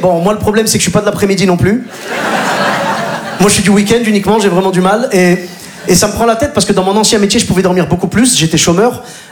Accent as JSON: {"language": "French", "country": "Morocco", "said": "Donc vous l'aurez compris … je suis originaire du Maghreb, du Maroc plus précisément."}